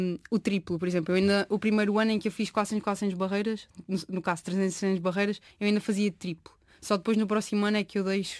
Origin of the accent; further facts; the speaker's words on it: Pombal, Centro, Portugal; moved away as an adult; now in Lisbon, Portugal; É o meu primeiro ano a viver em Lisboa durante o ano todo, que eu sou de Pombal.